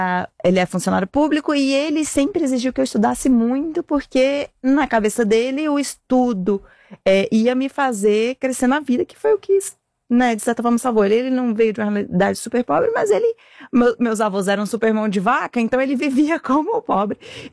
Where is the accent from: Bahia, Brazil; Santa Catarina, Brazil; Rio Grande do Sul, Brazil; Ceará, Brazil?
Ceará, Brazil; Fortaleza; born there; eu nasci em Fortaleza.